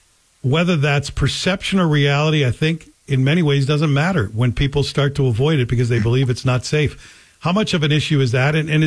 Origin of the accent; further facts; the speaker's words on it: Scarborough, Ontario, Canada; When we were kids growing up in Scarborough, we would sometimes spend an entire weekend day riding the subway and checking out different neighborhoods.